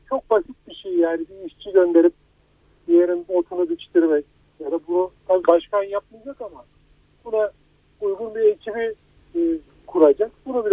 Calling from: Ankara, Turkey; Ankara'dan arıyorum.

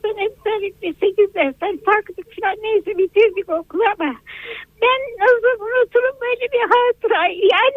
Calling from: Samsun, Turkey; Samsun'dan arıyorum ben

